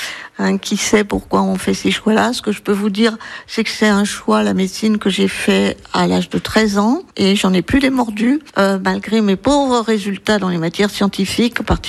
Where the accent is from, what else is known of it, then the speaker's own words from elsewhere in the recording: Paris, Île-de-France, France; je suis née à Paris en fait, et j'ai fait toutes mes études à Paris, une grande partie de ma carrière, tout en ayant toujours des liens très forts avec Toulon